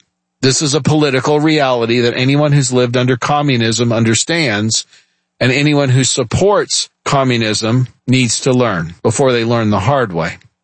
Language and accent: English; United States; born there; I've shared this often before, but I'm first-generation American. … is a Hungarian name. I was born here in the United States.